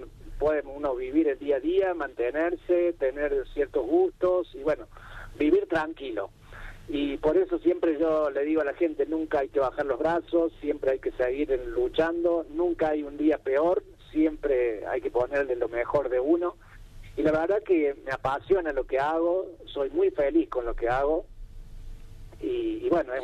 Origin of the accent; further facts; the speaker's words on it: Río Tercero, Córdoba, Argentina; born there; de la ENET número 1 de General Savio de Río Tercero.